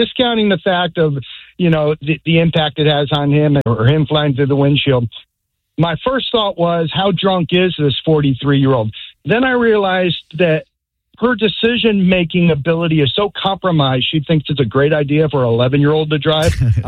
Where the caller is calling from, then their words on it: Sarasota, Florida, United States; from Sarasota.